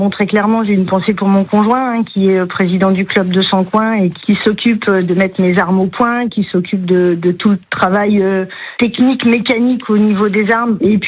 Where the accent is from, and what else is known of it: France